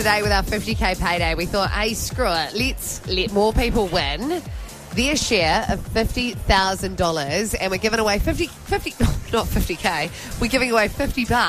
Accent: Masterton, Wellington, New Zealand; moved away; we're heading to my hometown, Masterton.

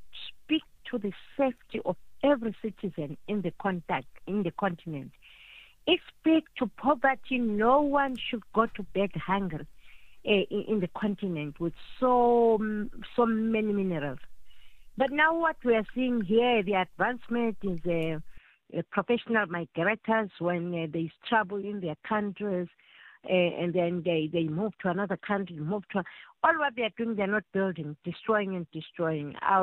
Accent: Tanzania; moved away; also born or lived in Zambia; When I was growing up in Tanzania, we would spend a week when there was no water.

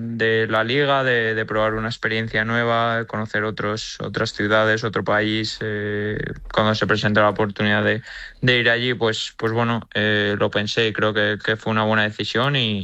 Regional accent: San Sebastián, Basque Country, Spain; born there; Sí, yo nací en Donosti, sí.

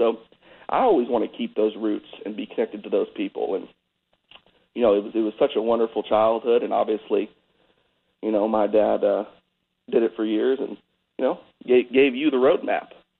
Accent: New York, United States; I was born in New York Hospital. So, I mean, part of me, I was raised there my whole life.

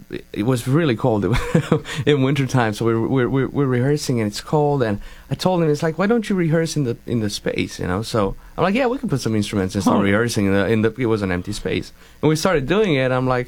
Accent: Transylvania, Romania; now in Central Florida, United States; No, I grew up in a very, very musical family. My father was a musical man.

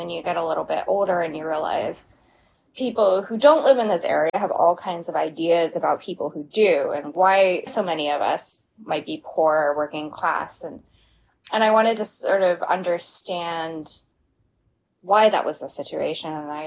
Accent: Virginia, United States; But growing up where I did

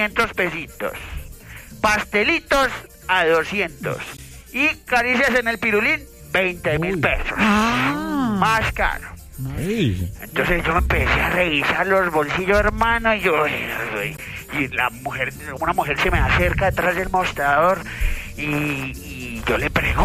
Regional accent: Urrao, Antioquia, Colombia; Yo soy el arriero de Urrao, papi.

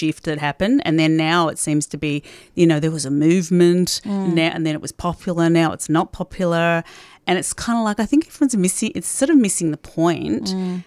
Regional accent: Geelong, Victoria, Australia; and I had pet chickens when I was growing up in Geelong

